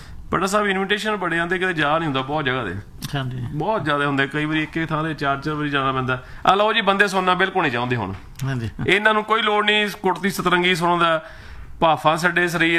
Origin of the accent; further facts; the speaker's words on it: Punjab, India; moved away; ਤੇ ਨਾ ਸਾਡਾ ਪੰਜਾਬ ਨਾ ਸਾਡਾ ਪਿਆਰ ਹੈ ਕਿਉਂਕਿ ਅਸੀਂ ਉੱਥੇ ਜੰਮੇ ਪਲੇ ਹਾਂ।